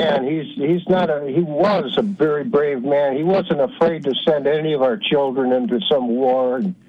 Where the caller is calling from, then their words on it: Michigan, United States; in Michigan.